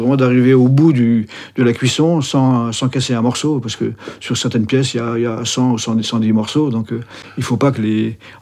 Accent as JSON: {"language": "French", "region": "Brittany", "country": "France", "said": "je suis breton"}